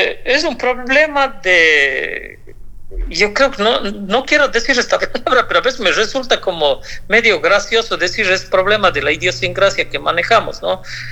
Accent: Ecuador; now in United States

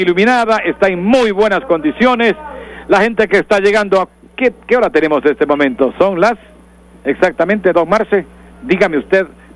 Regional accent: Ecuador; somos periodistas de Ecuador

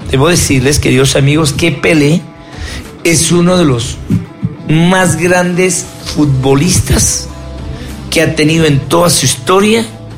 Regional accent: Paute, Azuay, Ecuador; Yo soy de Bulán Paute, orgullosamente la tierra más hermosa del mundo

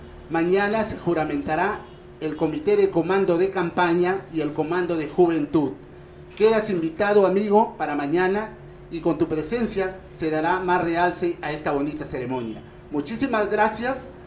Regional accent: Tucumé, Lambayeque, Peru; saludar a mi pueblo de Tucumán, a todos sus 42 caseríos

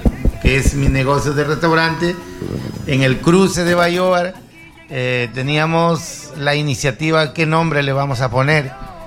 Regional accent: Morropón, Piura, Peru; now in Cruz del Médano, Peru; Morropano al 100%, vivo en el centro poblado Cruz del Médano

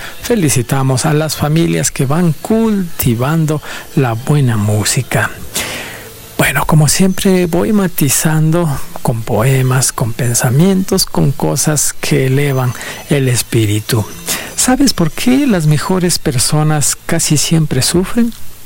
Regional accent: Ecuador; Así somos los ecuatorianos.

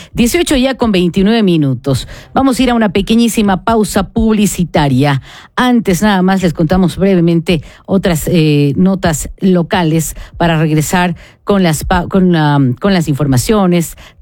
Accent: Ecuador

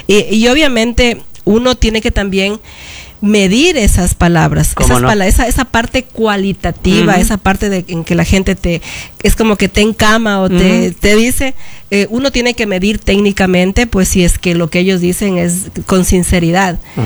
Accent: Yantzaza, Zamora-Chinchipe, Ecuador; soy una hija de Llanzaza

